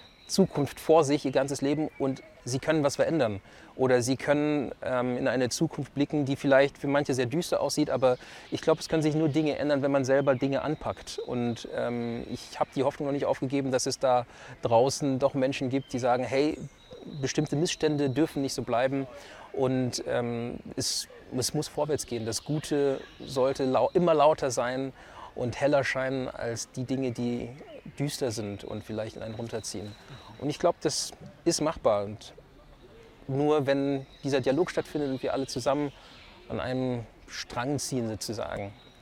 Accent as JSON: {"language": "German", "country": "Germany", "tie": "born there", "said": "ich bin Deutscher, ich bin hier geboren"}